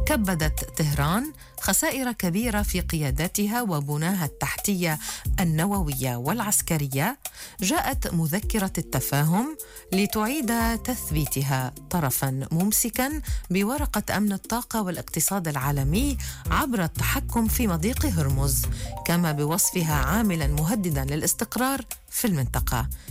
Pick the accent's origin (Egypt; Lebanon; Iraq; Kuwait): Lebanon